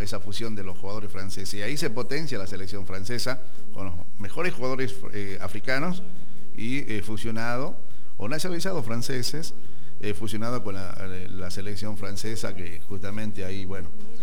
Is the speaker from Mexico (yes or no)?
no; Argentina; Somos todos, por ahí tienen sangre italiana, ¿no? Sangre gallega algunos, ¿no? Pero son nacidos acá y con la sangre del papá o la mamá, bien argentinos